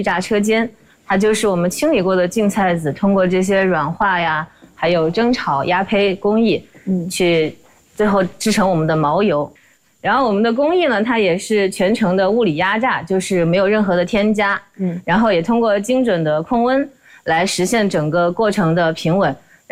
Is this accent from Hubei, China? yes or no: yes; Hubei, China; 我们湖北人这种煎炒烹炸的习惯